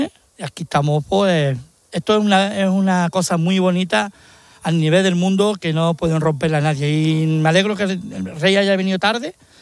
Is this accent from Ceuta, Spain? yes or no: yes; Ceuta, Spain; Yo la lucha que tengo es por mi ciudad, por mis caballas. Aquí somos todos españoles.